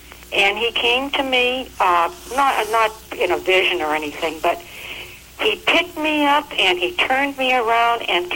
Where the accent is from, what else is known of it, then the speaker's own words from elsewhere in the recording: Missouri, United States; I'm from Missouri.